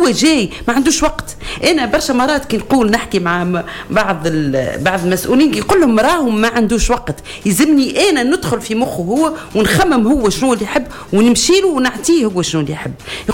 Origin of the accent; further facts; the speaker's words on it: Bizerte, Bizerte Governorate, Tunisia; لهنا في بلادي بنزرت